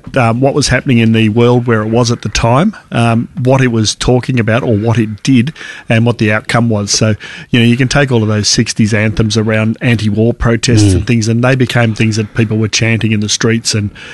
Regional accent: Melbourne, Victoria, Australia; born there; Obviously, we're Australian, so we always had the, I grew up with the 3XY top 40

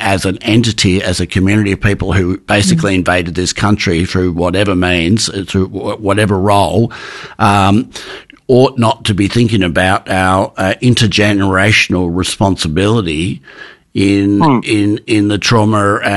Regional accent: Australia; my family's only been in Australia for 50 years. Well, folks, mine's been here since 1837. We're Irish Catholic.

